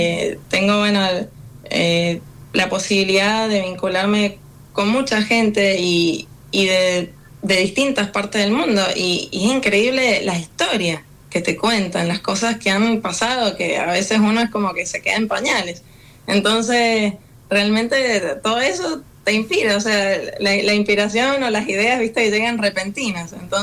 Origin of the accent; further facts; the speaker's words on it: Argentina; moved away; es hermoso para mí como argentina poder compartirlas con la gente